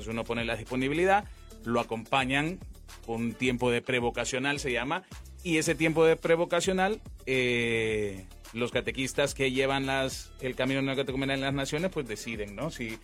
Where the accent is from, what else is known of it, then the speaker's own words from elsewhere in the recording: Tegucigalpa, Francisco Morazán, Honduras; Soy originario aquí de Tegucigalpa, de Luarque.